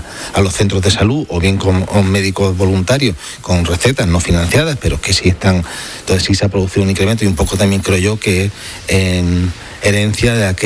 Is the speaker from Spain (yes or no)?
yes; Ceuta, Spain; Yo soy de Ceuta, nacido en Ceuta, nos hemos criado siempre mezclados, ha habido de todo.